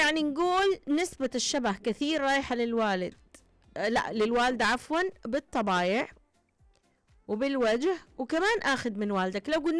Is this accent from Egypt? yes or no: yes; Egypt; now in Saudi Arabia; انا متربيه هناك.